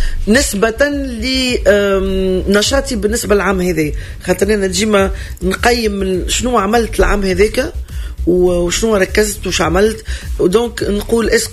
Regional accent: Tunisia; انا كفنانه تونسيه ولا اي مطرب تونسي

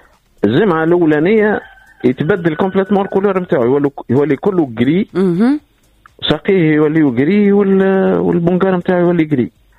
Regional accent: Tunisia

